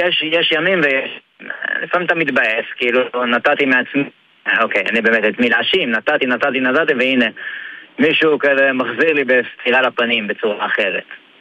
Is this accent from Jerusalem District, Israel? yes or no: yes; Jerusalem, Jerusalem District, Israel; אני בן הצפון, אני ירושלמית שלמדה בצפון בתל חי ונשארה לגור בצפון.